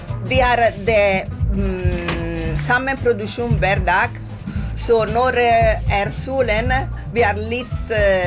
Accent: Florence, Tuscany, Italy; now in Eidfjord, Norway; Jeg kommer fra Firenze.

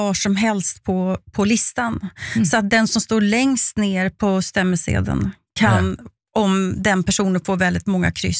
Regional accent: Sweden

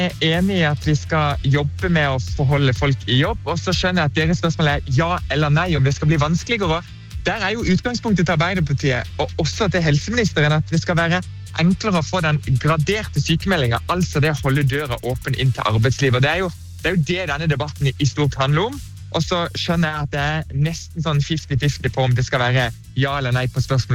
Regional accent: Southern Norway, Norway; Jeg er selv sørlending og kommer fra en av de landsdelene hvor det gis mest sykemelding.

